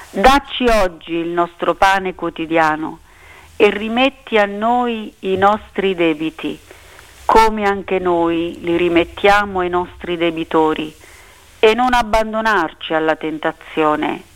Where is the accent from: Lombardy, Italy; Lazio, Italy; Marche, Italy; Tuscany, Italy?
Marche, Italy; Tolentino; io che sono di Tolentino